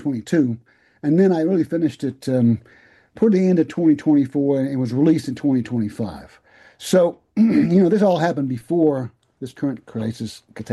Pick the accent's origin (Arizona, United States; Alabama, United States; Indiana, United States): Alabama, United States; moved away; also born or lived in Hudson County, New Jersey; I am from Alabama.